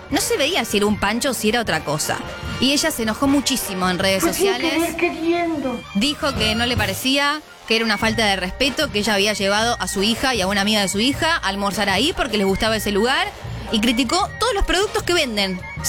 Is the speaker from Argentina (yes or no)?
yes; Argentina; así somos los argentinos de apasionados.